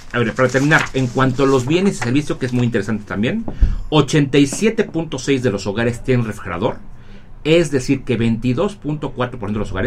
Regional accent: Mexico; así vivimos en un promedio como mexicanos.

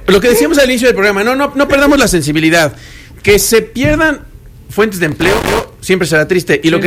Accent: Puebla, Mexico

